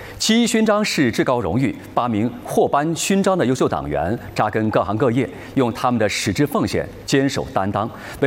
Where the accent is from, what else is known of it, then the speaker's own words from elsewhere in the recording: Chongqing, China; 在这张闪亮的名单中，有一个我们重庆人都熟悉的名字——马善祥。